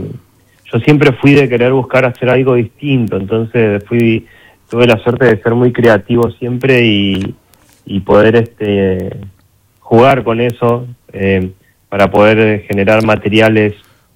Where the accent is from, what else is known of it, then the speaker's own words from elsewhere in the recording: Río Gallegos, Santa Cruz, Argentina; moved away; En el año 2003, cuando recién me fui de Río Gallegos, yo me fui trabajando como parte del elenco del Ballet Salta en ese momento, con Hugo y Marina Jiménez.